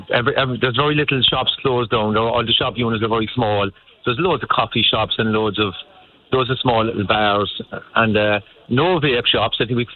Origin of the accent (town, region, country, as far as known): Cork, Munster, Ireland